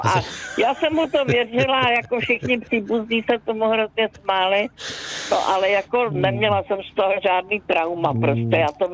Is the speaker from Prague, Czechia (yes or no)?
yes; Prague, Czechia; born there; now in České Budějovice, Czechia; Já jsem se narodila v Praze. Žiju teda v Českých Budějovicích a už jsem stará, hodně stará baba.